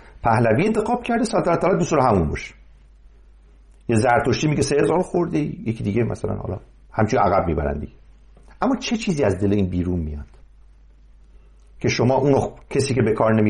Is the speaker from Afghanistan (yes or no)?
no; Mazandaran, Iran; من از اونجا دارم، من چون مازندرانی هستم از اونجا شروع میکنم.